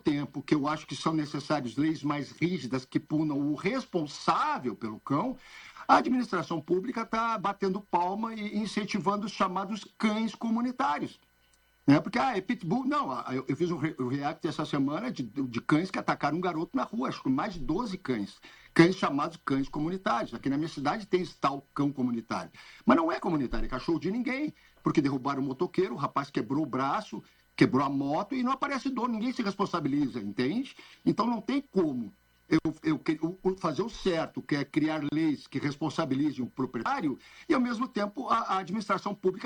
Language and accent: Portuguese; Porto Alegre, Rio Grande do Sul, Brazil; Eu sou de Porto Alegre, eu lembro de estar em debate na televisão lá e rádio com políticos